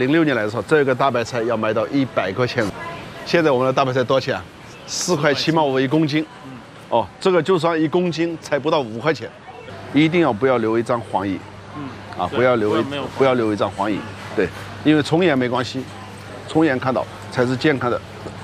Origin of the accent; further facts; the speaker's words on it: China; now in Dubai, United Arab Emirates; 我们中国人在海外